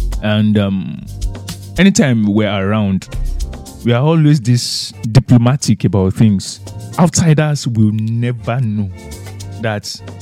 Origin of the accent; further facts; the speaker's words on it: Abeokuta, Ogun, Nigeria; I grew up in Abeokuta.